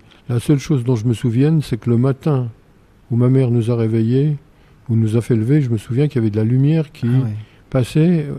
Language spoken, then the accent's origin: French; Jarny, Grand Est, France; Enfin, au départ, pas à Jarny, on a déménagé à Beuvillé, près d'Audin-le-Roman.